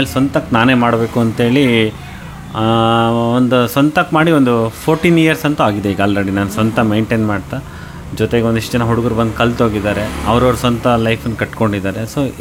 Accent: Shivamogga, Karnataka, India; ನಾನು ಹುಟ್ಟಿ ಬೆಳೆದಿರೋದೆಲ್ಲ ಆ್ಯಕ್ಚುಲಿ ಜಾಸ್ತಿ ಕಳೆದಿರೋದೆಲ್ಲ ಶಿವಮೊಗ್ಗದಲ್ಲೇ. ನಾನು 7th ಹಿಡಿದು ಇಷ್ಟು ಈ ಏಜ್ ತನಕ ಬಂದಿರೋದೆಲ್ಲ ಶಿವಮೊಗ್ಗದಲ್ಲೇ. ನನ್ನ ಲೈಫನ್ನೆಲ್ಲ ನಡೆದಿರೋದು ಮಾಡಿರೋದೆಲ್ಲ ಶಿವಮೊಗ್ಗದಲ್ಲೇ.

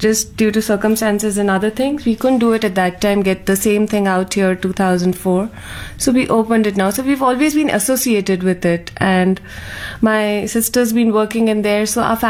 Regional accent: Ahmedabad, Gujarat, India; Actually, I'm from Ahmedabad

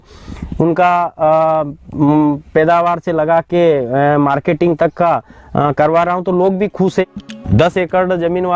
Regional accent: Madhya Pradesh, India; मध्य प्रदेश का रहने वाला हूँ।

